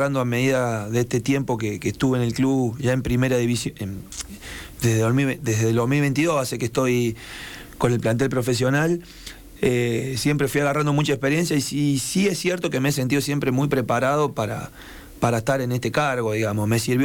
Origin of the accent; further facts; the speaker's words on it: Idiazábal, Córdoba, Argentina; also born or lived in Buenos Aires; De Córdoba, que se llama Idiazábal. Y tiene 1.700 habitantes mi pueblo.